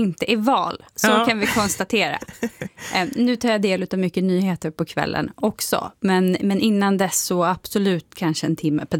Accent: Torsåker, Gävleborg County, Sweden; now in Uppsala, Sweden; det utrymmet fanns inte alls där jag kom ifrån, Torsåker och Hofors kommun. För där har ju Socialdemokraterna och Vänsterpartiet haft majoritet sedan demokratin.

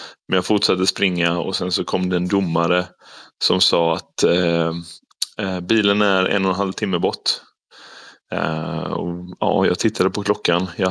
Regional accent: Kalmar, Kalmar County, Sweden; now in Gothenburg, Sweden; jag är ju ursprungligen från Kalmar, så jag har familj här som jag passar på att träffa när jag ändå är hemma.

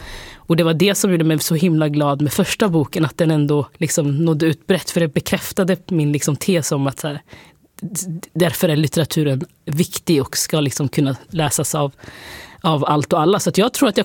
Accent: Linköping, Östergötland, Sweden; Jag är ju från Linköping och liksom den här.

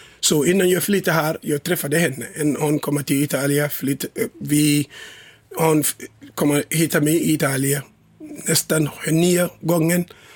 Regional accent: Gambia; Swedish is a second language; also born or lived in Italy; now in Kalmar, Sweden; innan vi flyttade till Kalmar. Så jag bor här jag flyttade här i 2022. Så när jag kom hit, när jag var barn i Gambia

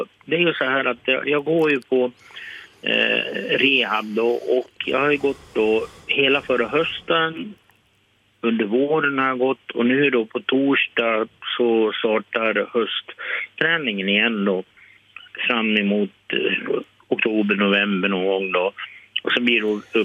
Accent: Vilhelmina, Västerbotten County, Sweden; Jag är västerbottning. Jag kommer från Vilhelmina.

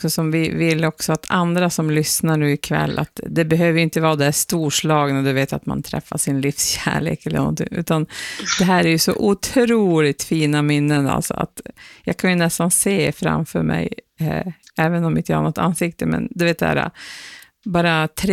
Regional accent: Norrbotten County, Sweden; accent: Pite dialect; first language Pite dialect; Det där är ju mitt modersmål, så att du ska kunna prata mycket pitemål som helst med mig.

